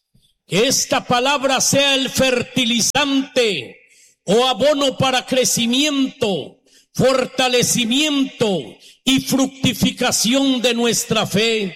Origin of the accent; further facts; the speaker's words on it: Totonicapán, Guatemala; Venimos desde Totonicapán.